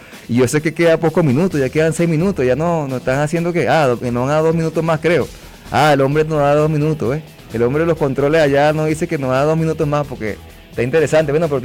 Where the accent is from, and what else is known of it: Venezuela